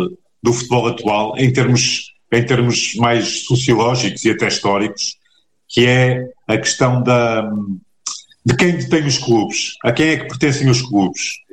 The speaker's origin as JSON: {"language": "Portuguese", "country": "Portugal", "said": "a que todos temos direito enquanto cidadãos e enquanto portugueses, seja no interior ou seja no litoral"}